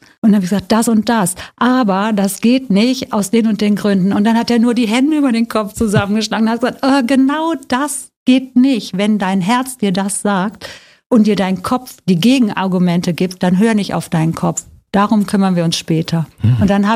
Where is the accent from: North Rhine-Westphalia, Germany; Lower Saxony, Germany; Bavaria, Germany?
North Rhine-Westphalia, Germany; Bonn; born there; ich lebe da auch noch und ich liebe diese Stadt.